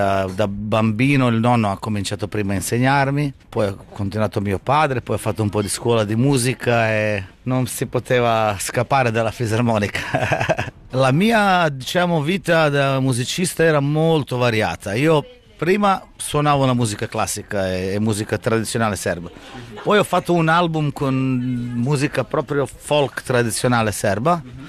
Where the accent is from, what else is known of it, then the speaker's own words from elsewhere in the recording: Serbia; moved away as an adult; now in Ponte Capriasca, Switzerland; di origine vengo dalla Serbia, vivo metà della mia vita in Svizzera, per il momento sono a Ponte Capriasca